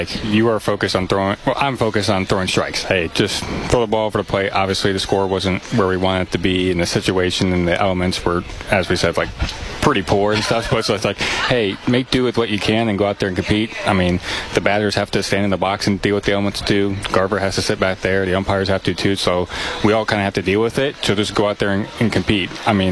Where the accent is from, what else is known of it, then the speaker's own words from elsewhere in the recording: Clinton, Iowa, United States; So I grew up in Clinton, Iowa.